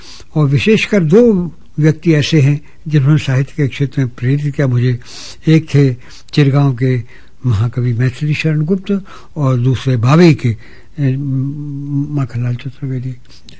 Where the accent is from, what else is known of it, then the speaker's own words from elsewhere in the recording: Madhya Pradesh, India; born there; moved away as an adult; also born or lived in Allahabad; मैं बुंदेलखंड का निवासी हूँ, यहाँ का रहें मध्य प्रदेश का व्यक्ति हूँ और मेरी प्रारंभिक शिक्षा मध्य प्रदेश में ही हुई।